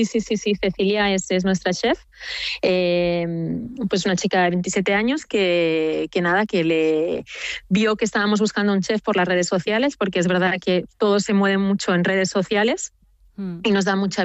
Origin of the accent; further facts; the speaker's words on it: Barcelona, Catalonia, Spain; now in Paris, France; Es verdad que yo siendo española de Barcelona siempre había pensado, yo llevo 13 años en París